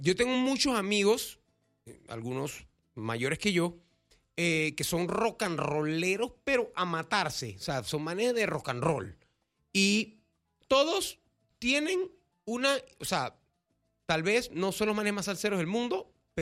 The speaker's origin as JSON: {"language": "Spanish", "country": "Panama", "said": "nosotros que somos un país al final del día Caribe, aunque claro, la ciudad de Panamá quede en el Pacífico, nosotros somos caribeños, de manera de ser, la manera en la que nos expresamos"}